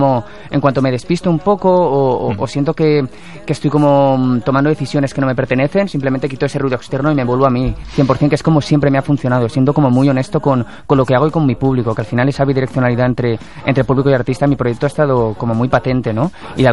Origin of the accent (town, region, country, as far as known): Valencian Community, Spain